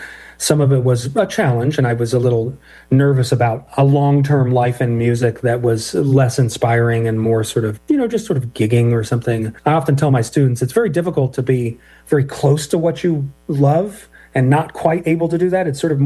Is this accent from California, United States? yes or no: yes; Folsom, California, United States; moved away as an adult; also born or lived in San Diego; now in Massachusetts, United States; So before I came to Amherst, I was a Californian sort of through and through. I grew up in Folsom, which is an area outside of Sacramento. I usually say that I grew up in the shadow of Folsom Prison, which of … fame, which is actually true.